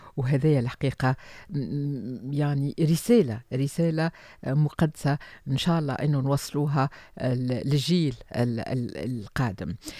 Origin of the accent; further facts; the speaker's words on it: Tunisia; accent: Tunisian; يعني بلهجتنا احنا تونسية نقولوا يا حسرة على أيام بكري